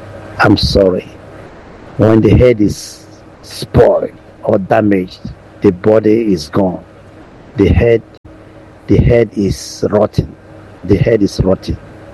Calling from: Germany; Yeah, good morning. … from Germany.

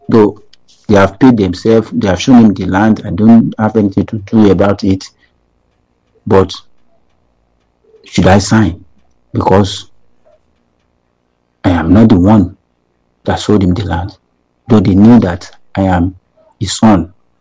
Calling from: Ikorodu, Lagos, Nigeria; I am calling from Ikorodu.

